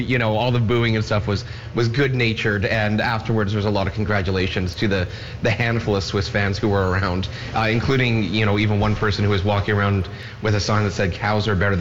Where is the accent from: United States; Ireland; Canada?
Canada; Prince George, British Columbia; I grew up playing soccer in Prince George with the Youth Soccer Association, high school, all of that.